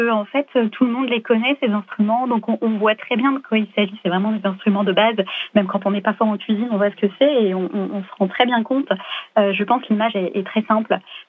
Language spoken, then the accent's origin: French; France; Donc moi, en tant que Française, en tout cas, j'ai besoin de comprendre ce que signifie fac.